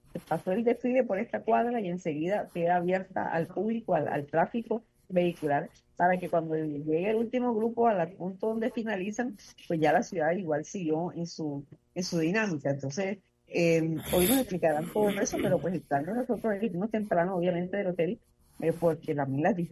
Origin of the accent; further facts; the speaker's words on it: Colombia; somos los únicos colombianos que vamos a estar en esa participación